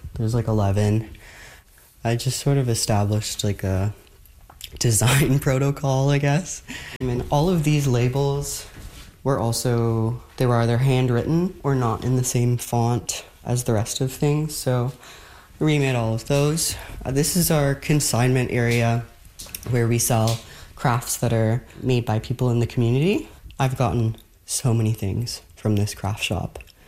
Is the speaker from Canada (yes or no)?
yes; Calgary, Alberta, Canada; also born or lived in Montreal; I'm from Calgary, and I went to school in art history in Montreal, and I just finished my degree this summer, and I'm the current manager of Salvage Fisherman's Museum.